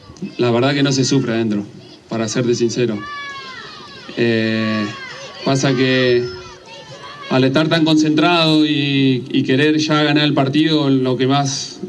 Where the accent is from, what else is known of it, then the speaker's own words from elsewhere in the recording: Argentina; Todos somos argentinos y siempre queremos ganar, ¿no?